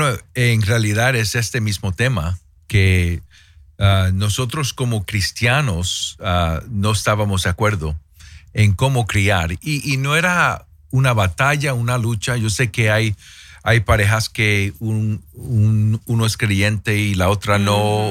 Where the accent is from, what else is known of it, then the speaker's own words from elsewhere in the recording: Puerto Rico; yo soy puertorriqueño